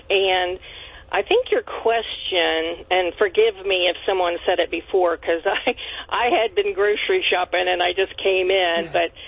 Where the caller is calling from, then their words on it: Ohio, United States; I'm from Ohio